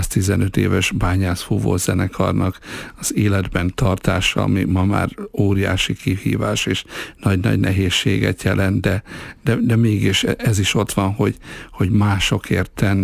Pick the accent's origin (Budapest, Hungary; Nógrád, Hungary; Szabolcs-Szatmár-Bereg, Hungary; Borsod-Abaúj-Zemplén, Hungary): Borsod-Abaúj-Zemplén, Hungary; Miskolc; én miskolci születésű vagyok, én itt nőttem, itt jártam általános iskolába, középiskolába, 13 éves korom óta zenélek.